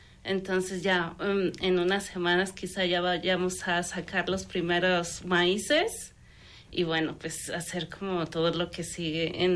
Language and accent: Spanish; Guadalajara, Jalisco, Mexico; moved away; also born or lived in Chiapas; Yo, de hecho, tenía como 18 años que no vivía en la ciudad de Guadalajara, aunque soy de aquí de Guadalajara.